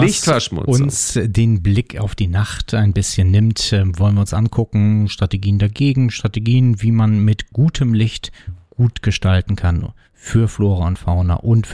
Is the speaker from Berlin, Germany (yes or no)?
yes; Berlin, Germany; Aber auf jeden Fall, so als Berliner, als Köpenicker.